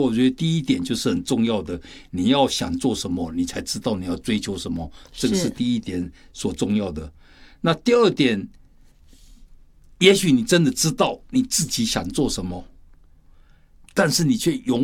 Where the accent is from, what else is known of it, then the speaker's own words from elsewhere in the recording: China; 我们中国人讲的是事倍功半